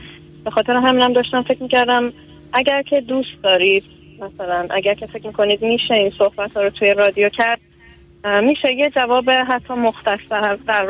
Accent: Iran; now in Italy; من میتونم چیکار کنم به عنوان یه ایرانی که خارج از ایرانه؟

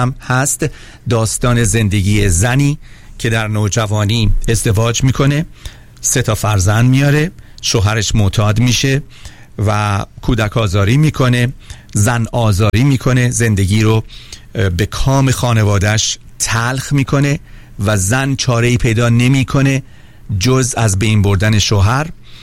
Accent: Iran; moved away; ما ایرانی هستیم

